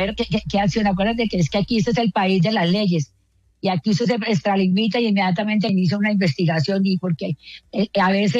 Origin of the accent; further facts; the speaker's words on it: Meta, Colombia; somos los metenses, somos los llaneros